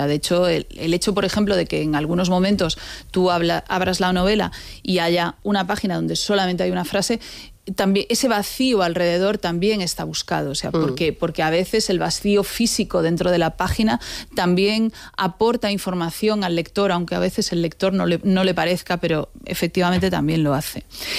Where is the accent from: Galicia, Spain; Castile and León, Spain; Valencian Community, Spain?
Galicia, Spain; A Coruña; Soy gallega de Coruña. Gallega de A Coruña.